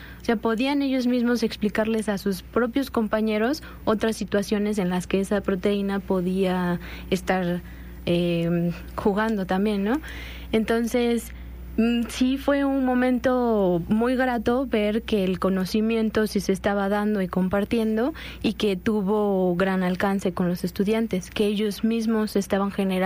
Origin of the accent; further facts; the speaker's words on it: Mexico; por ejemplo, como mexicanos, pues hay cultura